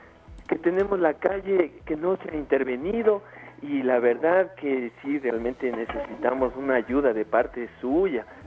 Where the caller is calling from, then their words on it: Quito, Pichincha, Ecuador; Estoy llamando de acá del sur de Quito.